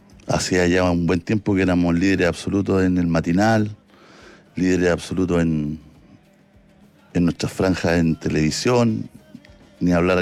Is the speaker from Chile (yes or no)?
yes; Hualpén, Biobío, Chile; moved away; Yo nací en una población, en Hualpencillo, que hoy día es Hualpén